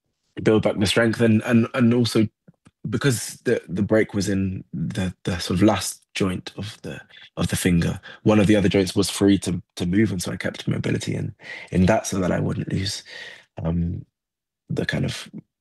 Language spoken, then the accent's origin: English; Nottingham, East Midlands, United Kingdom; born or raised there; now in London, United Kingdom